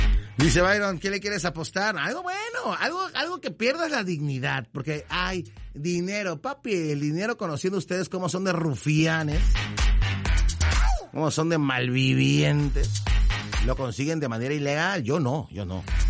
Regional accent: Veracruz, Mexico; Yo soy de Veracruz, papi. Yo soy de la Riviera Veracruzana.

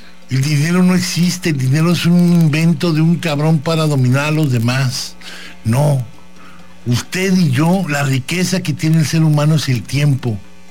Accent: Mexico; Somos gente, el mexicano es gente

